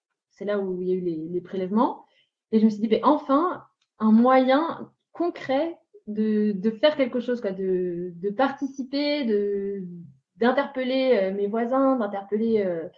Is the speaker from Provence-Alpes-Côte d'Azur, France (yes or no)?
yes; Provence-Alpes-Côte d'Azur, France; moved away; Parce que moi, je viens des Alpes-de-Haute-Provence, donc de la moyenne montagne, où il y a beaucoup, beaucoup moins de pollution.